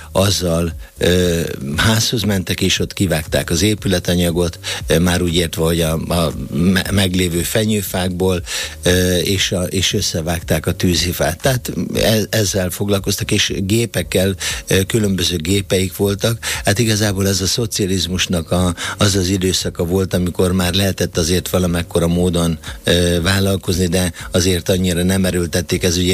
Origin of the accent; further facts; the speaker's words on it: Jászkarajenő, Pest, Hungary; born there; ez nagyon vidék arra, ahol én születtem, ugye én Jászkari Jenőn születtem, és ott a környékben lévő falvakban dolgozott